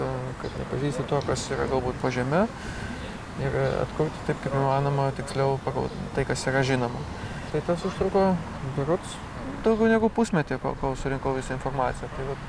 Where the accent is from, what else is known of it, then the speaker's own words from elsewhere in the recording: Aukštaitija, Lithuania; aš daugiau rytų Lietuvą ir tą savo gimtąjį kraštą ir galbūt gimtąjį regioną taip nagrinėjau. Tai Aukštaitija.